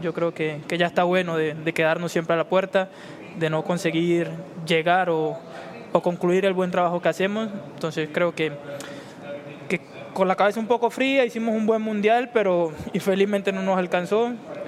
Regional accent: Colombia; yo creo que como colombianos, si hay algo que nos caracteriza es la capacidad de sobreponernos a las adversidades.

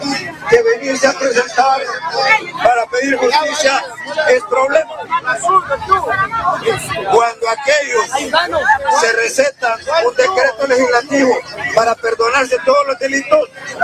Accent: Honduras; No he pedido privilegio, me estoy sometiendo como cualquier hondureño.

